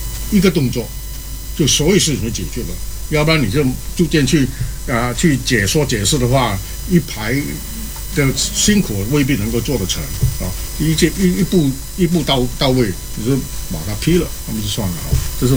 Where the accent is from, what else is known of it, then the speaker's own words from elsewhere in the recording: Malaysia; 我是讲讲我的背景，我是马来西亚长大的，马来西亚啊，我毕业的那个中学呢叫做尊孔中学